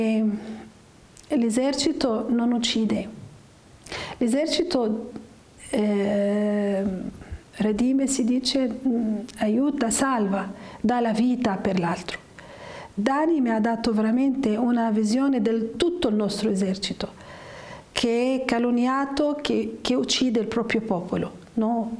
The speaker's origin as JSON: {"language": "Italian", "town": "Damascus", "region": "Damascus Governorate", "country": "Syria", "tie": "born or raised there", "moved": "as an adult", "said": "Io sono nata a Damasco, ho vissuto tutta la mia infanzia, la mia giovinezza fino all'età di 18 anni."}